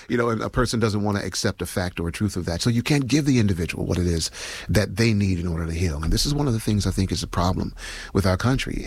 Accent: Chicago, Illinois, United States; born there; also born or lived in Mississippi; I was born in the 60s, grew up in the 70s and 80s, right? So where I come from, I was born in Mississippi, so blues was ubiquitous. It was always there. When moving to Chicago, both blues and jazz was ubiquitous.

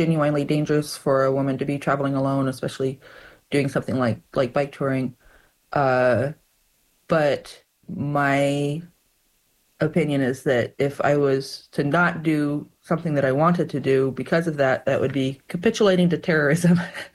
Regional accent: Tucson, Arizona, United States; now in Athens, Georgia, United States; I grew up in Tucson, Arizona, which is right on the U.S.-Mexico border.

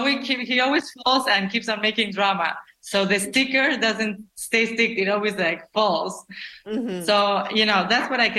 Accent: Argentina; moved away; I was from Argentina

